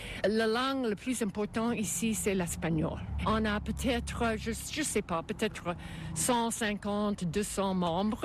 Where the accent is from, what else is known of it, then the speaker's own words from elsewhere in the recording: Canada; French is a second language; also born or lived in Montreal; Oui, je suis canadienne-anglaise, mais pour 10 ans, de l'âge de 12 ans, j'avais vécu à Montréal.